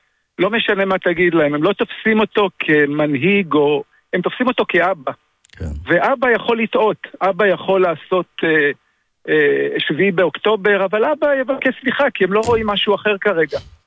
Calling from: Netanya, Central District, Israel; אני תושב נתניה, ולפני כן הייתי תושב עיירת פיתוח.

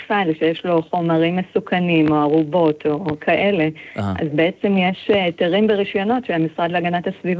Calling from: Hadera, Haifa District, Israel; אני מחדרה.

